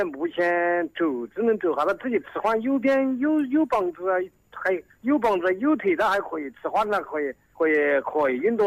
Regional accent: Tianmen, Hubei, China

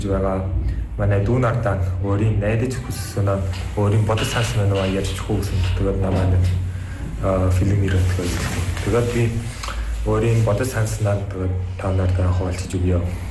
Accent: Ulaanbaatar, Mongolia; moved away as an adult; now in Hungary; Би бол багасаа Улаанбаатараас өс төрсөн.

